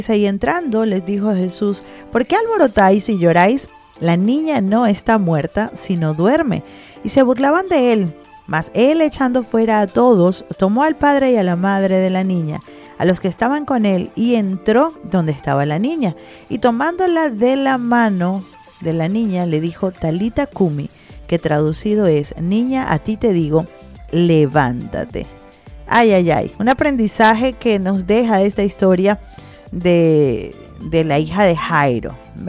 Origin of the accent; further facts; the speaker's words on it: Venezuela; como venezolanos decidimos cambiar esa atmósfera, como venezolanos decidimos salir